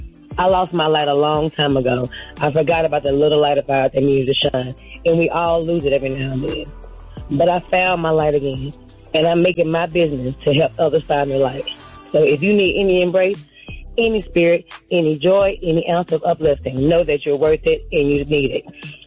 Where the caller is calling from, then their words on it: Warner Robins, Georgia, United States; I'm calling from Warner Robins, Georgia.